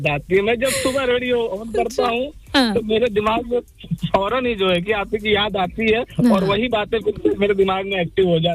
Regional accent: Uttar Pradesh, India; हमारा ताल्लुक इंडिया से है।

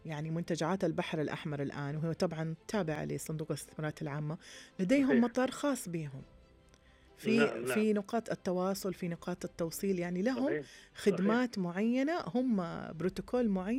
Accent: Saudi Arabia; إنه في الموجود عندنا في السعودية غير الموجود

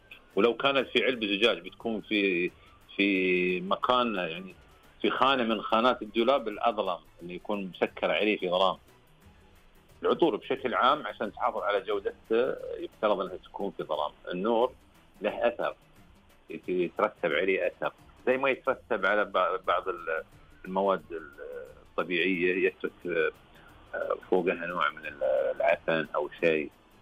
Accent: Al-Ahsa, Eastern Province, Saudi Arabia; عندنا في الأحساء

